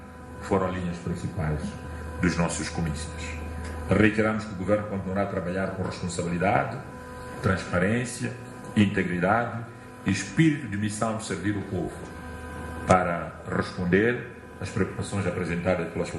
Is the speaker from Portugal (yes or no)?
no; Mozambique